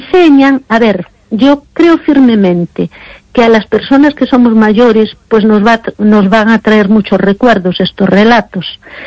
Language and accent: Spanish; Galicia, Spain; Mira, hay cosas, por ejemplo, que nosotros que somos tan gallegos